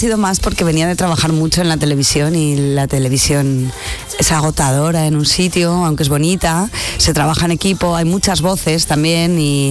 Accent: Huesca, Aragon, Spain; Porque es un juego de palabras, porque soy de Huesca, ¿no? Y ahí los de Huesca, lo decimos, de broma, le llamamos Wisconsin. Igual que a Aragón lo llamamos Oregón.

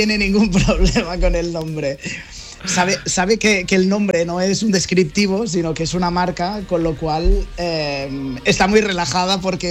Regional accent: Catalonia, Spain; como buenos catalanes miramos mucho el tema del presupuesto

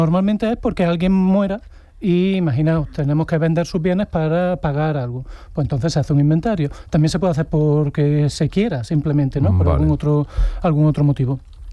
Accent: Córdoba, Andalusia, Spain; soy cordobesa

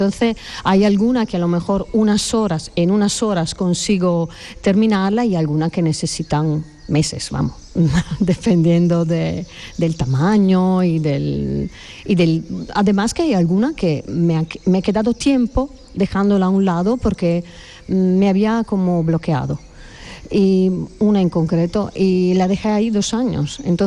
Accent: northern Italy, Italy; Spanish is a second language; moved away as an adult; now in Jerez, Spain; Los ritmos de Jerez son diferentes del norte de Italia, de donde vengo yo.

